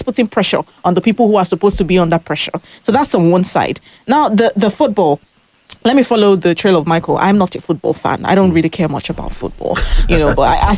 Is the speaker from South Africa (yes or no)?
no; Nigeria; as a Nigerian